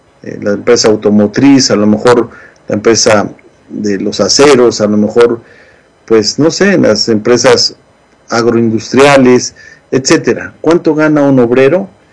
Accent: Mexico; moved away; Yo pues menciono México porque soy mexicano.

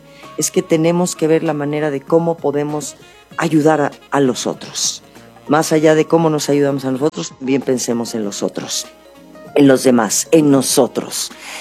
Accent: Mexico; born there; somos mexicanos al final y eso es muy bonito. A mí me da mucho orgullo y me siento de verdad muy agradecida de haber nacido en este país.

